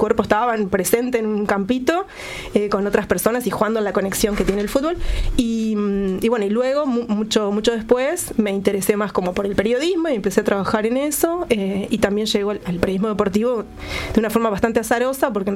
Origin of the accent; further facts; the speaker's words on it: Montevideo, Uruguay; haber nacido en el barrio de La Teja